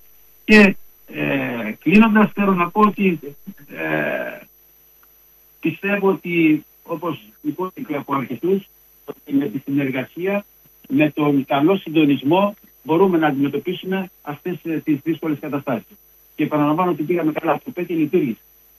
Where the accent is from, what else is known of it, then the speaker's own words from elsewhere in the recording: Crete, Greece; born there; Γεννήθηκα στην Κρήτη, είμαι 70 χρόνια